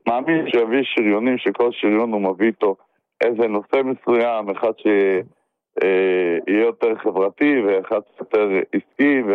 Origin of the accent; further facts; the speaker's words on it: Northern Israel, Israel; אני בא מהצפון, אני חבר כנסת שהיה מפונה